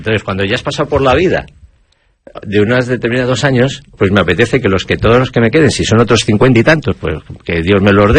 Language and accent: Spanish; Spain; born there; yo nací en España en el año 68, tengo esa suerte de nacer ahí.